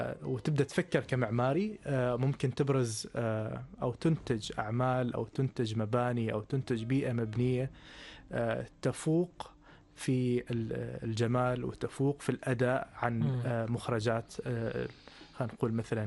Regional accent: Muscat, Muscat Governorate, Oman; moved away as an adult; ترعرعت طبعا في مسقط، وطبعا خضنا في شوارعها ومدارسها وشواطئها كذلك. وكوني اتنقل يعني بين مختلف الاحياء في مسقط،

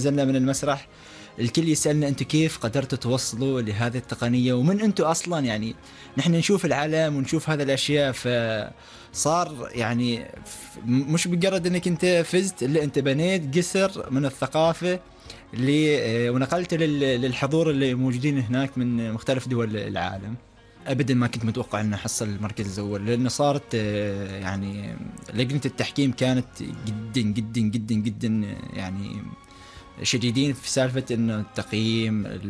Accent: Oman; نحن الثلاثة العمانيين

